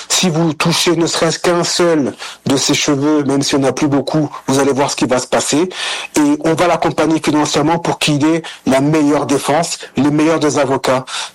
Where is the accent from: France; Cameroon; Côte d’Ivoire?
Cameroon; Haïti, moi dans ma culture, moi je suis camerounais, hein, mais dans ma culture, dans mes références d'engagement politique, Haïti tient une place particulière.